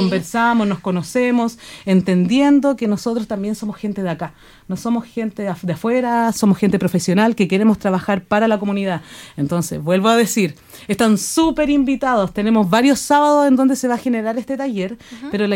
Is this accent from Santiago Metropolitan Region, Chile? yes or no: no; Malloa, O'Higgins, Chile; Somos gente de Malloa